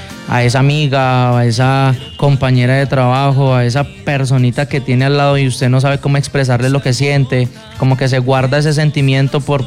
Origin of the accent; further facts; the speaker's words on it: Valle del Guamuez, Putumayo, Colombia; yo soy artista del departamento del Putumayo. Yo vengo de un municipio que se llama Valle del Guamuez, es un municipio fronterizo con la hermana República de Ecuador, súper lejos de casa